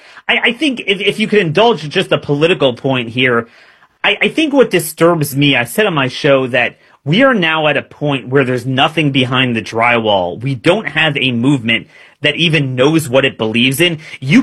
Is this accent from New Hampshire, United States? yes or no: no; Maryland, United States; So as you well know, it might surprise you, but I'm from Baltimore County, Maryland.